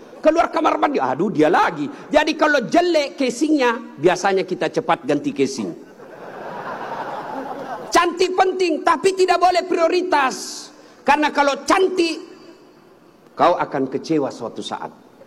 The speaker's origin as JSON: {"language": "Indonesian", "region": "South Sulawesi", "country": "Indonesia", "said": "Beliau orang Melayu, saya orang Bugis."}